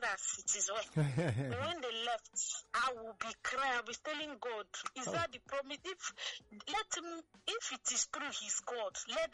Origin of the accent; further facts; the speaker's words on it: Lagos, Nigeria; also born or lived in Imo State, Nigeria; I'm from Imo State. I'm visually impaired, I am not seen as in visually impaired, but I do business, and I stay out and brought up in Lagos.